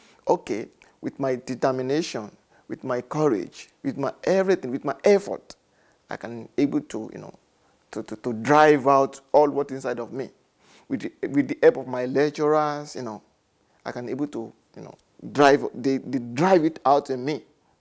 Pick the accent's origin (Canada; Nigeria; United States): Nigeria; English is a second language; moved away as an adult; I'm from Nigeria. I studied fine art and I specialize on sculpture.